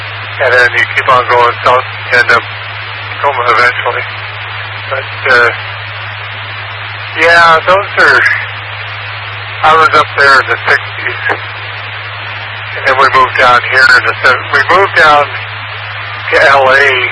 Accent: Vancouver, British Columbia, Canada; born there; I'm Canadian. Originally, I was born in Vancouver, but we moved around a lot.

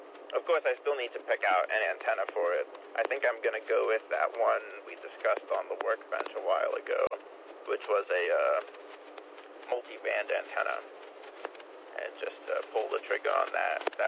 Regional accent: Wilmington, Delaware, United States; moved away; My hometown in Wilmington, Delaware.

